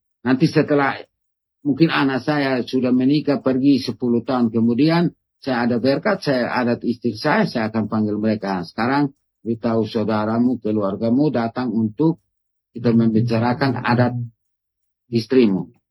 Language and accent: Indonesian; Amanuban, East Nusa Tenggara, Indonesia; saya kan orang Amanuban